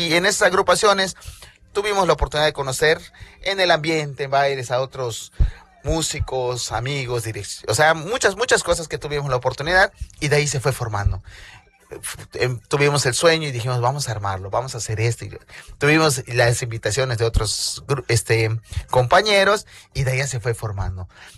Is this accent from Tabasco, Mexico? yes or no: no; Mérida, Yucatán, Mexico; now in Ciudad Caucel, Mexico; Nosotros somos originarios de Mérida. Actualmente radicamos en Cauquel, Ciudad Cauquel